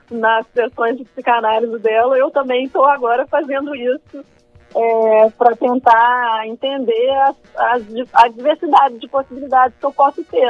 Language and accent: Portuguese; Minas Gerais, Brazil; now in Rio de Janeiro, Brazil; eu sou mineira também, ela é minha conterrânea